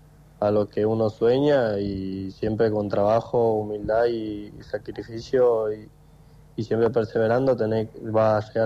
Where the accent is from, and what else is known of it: San Miguel de Tucumán, Tucumán, Argentina; also born or lived in Puerto San Julián, Argentina; now in Comodoro Rivadavia, Argentina